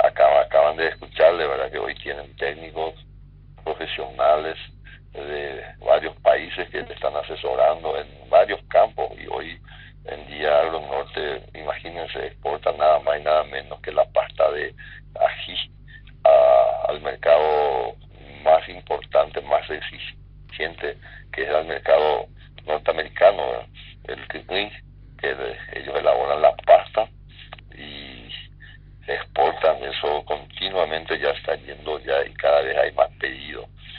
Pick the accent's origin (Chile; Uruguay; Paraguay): Paraguay; como paraguayo, como patriota